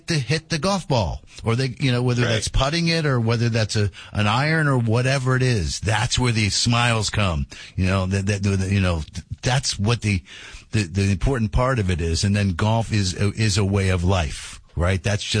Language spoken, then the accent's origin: English; Washington, District of Columbia, United States; My hometown is Washington D.C., which has so it's the city of Washington, which is not a state